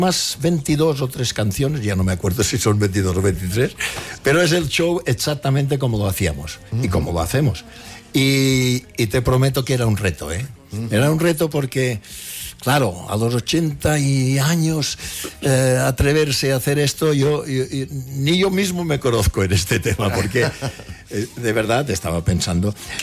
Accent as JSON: {"language": "Spanish", "region": "Balearic Islands", "country": "Spain", "accent": "Mallorcan", "said": "Mi acento mallorquín"}